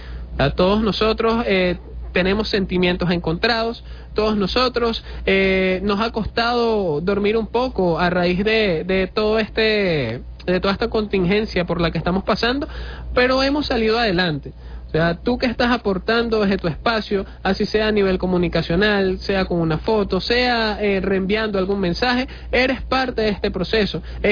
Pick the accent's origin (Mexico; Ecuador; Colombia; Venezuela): Venezuela; nosotros somos venezolanos, somos venezolanas